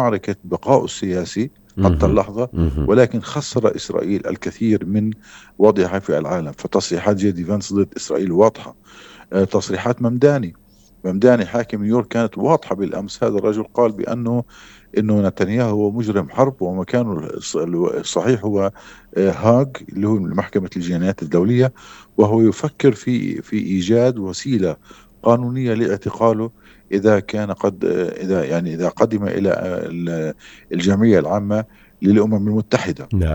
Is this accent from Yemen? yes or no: no; Palestine; نحن كفلسطينيين